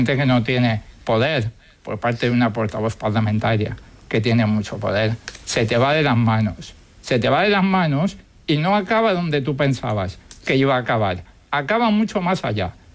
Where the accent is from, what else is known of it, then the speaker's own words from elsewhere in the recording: Argentina; born there; Yo nací en Argentina, y en Argentina hay casas de España